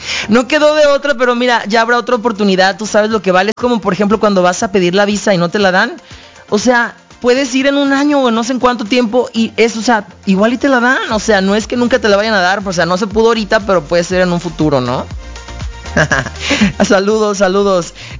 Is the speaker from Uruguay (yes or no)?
no; Colima, Mexico; born there; La ciudad de los volcanes, de las palmeras, de los cocos. Estamos aquí, nacimos aquí en Colima